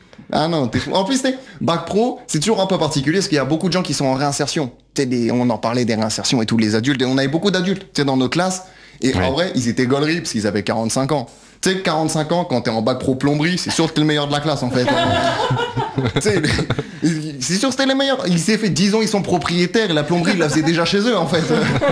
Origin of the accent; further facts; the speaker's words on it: Brittany, France; moi je suis breton moi à la base.